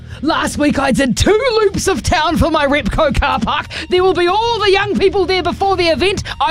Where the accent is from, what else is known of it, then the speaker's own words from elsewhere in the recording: Dargaville, Northland, New Zealand; I'm from Dargaville. I think it's a sister town.